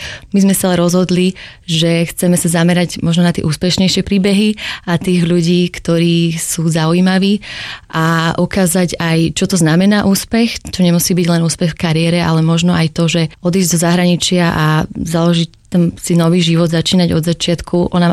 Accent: Nitra, Nitra Region, Slovakia; born there; keď Nitra kandidovala, moje rodné mesto, ako si vyhral Trenčín, ale my sme boli tiež dosť blízko.

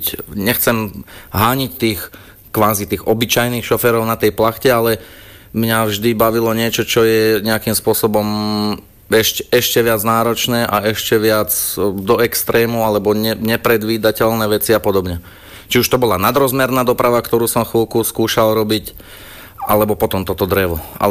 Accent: Trenčianske Bohuslavice, Trenčín Region, Slovakia; Teraz momentálne pôsobím v obci Opatovce, predtým som ako rodák z Trenčianskych Bohuslavíc pôsobil v zbore v Trenčianskych Bohuslaviciach

